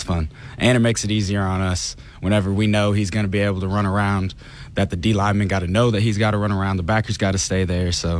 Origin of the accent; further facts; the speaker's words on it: Broken Arrow, Oklahoma, United States; moved away as an adult; now in Conway, Arkansas, United States; It feels like where I grew up back in Tulsa, back in Broken Arrow.